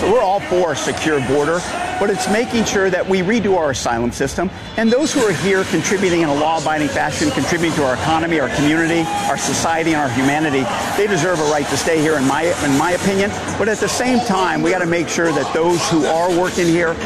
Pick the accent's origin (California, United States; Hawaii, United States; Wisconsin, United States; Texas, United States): California, United States; I come from California. We got a lot of beauty. We got a lot of bounty. People want to live there, but we don't have enough housing.